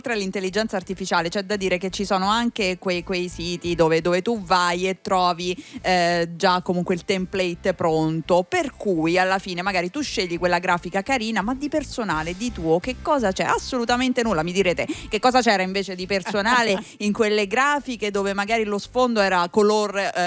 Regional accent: Ariccia, Lazio, Italy; born there; vengo da Riccia

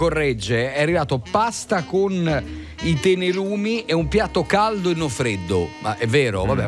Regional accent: Apulia, Italy; io vengo dalla Puglia.

